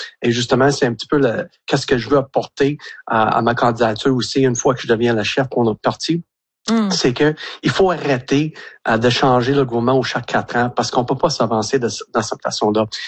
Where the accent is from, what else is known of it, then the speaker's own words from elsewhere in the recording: Petit-Cadillac, Quebec, Canada; Puis moi, je suis natif de Petit-Cadillac, puis même dans les années 70-80, un petit village de 15-16 personnes, on avait une piscine municipale.